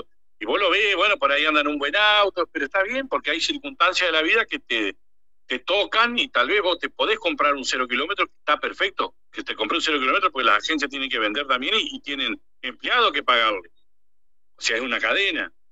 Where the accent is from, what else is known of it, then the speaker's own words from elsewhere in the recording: Argentina; yo soy argentino